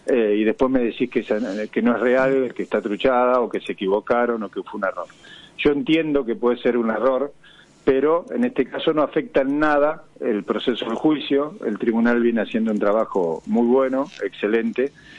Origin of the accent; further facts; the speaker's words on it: Argentina; Yo como argentino, imagínate, dependiendo de la familia, digo, otra vez, qué papelón.